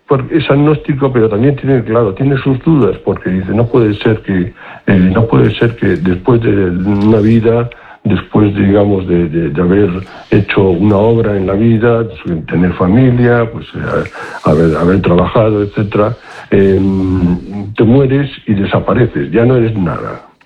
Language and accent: Spanish; Basque Country, Spain; Yo soy vasco y estoy acostumbrado a escuchar, pues allí estoy acostumbrado a escuchar